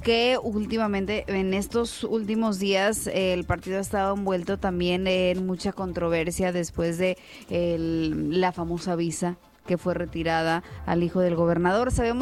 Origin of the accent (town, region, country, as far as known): Mexico